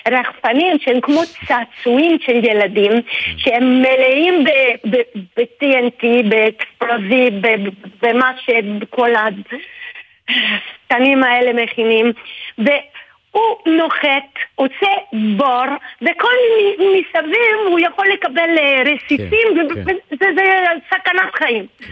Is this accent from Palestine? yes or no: no; Rome, Lazio, Italy; accent: Italian; Hebrew is a second language; now in Kibbutz Sasa, Israel; אני מרומא, אבל כבר הרבה שנים אני חברת קיבוץ ססה.